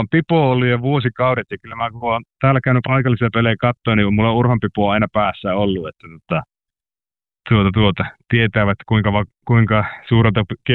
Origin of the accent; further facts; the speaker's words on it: Suolahti, Central Finland, Finland; moved away as an adult; now in Canada; Mä vartuin tuolla Keski-Suomessa Suolahdessa Jyväskylän pohjoispuolella